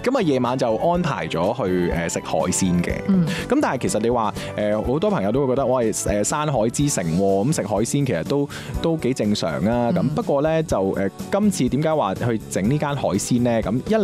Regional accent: Guangdong, China; 咁就你知道我哋廣東人噶啦

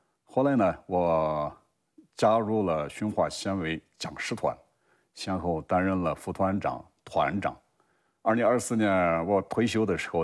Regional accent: Xunhua, Qinghai, China; 我生在循华，长在循华，

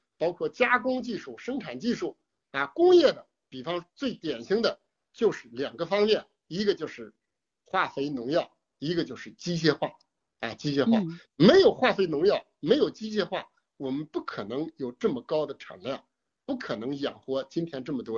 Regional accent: China; 我们是中国人，人人要爱国

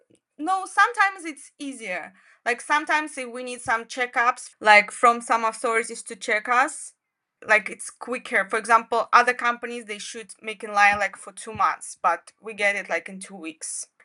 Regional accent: Kazakhstan; English is a second language; now in China; But I'm from Kazakhstan and I really like Shandong because I can see the sea. Because in Kazakhstan, you know, there is no sea.

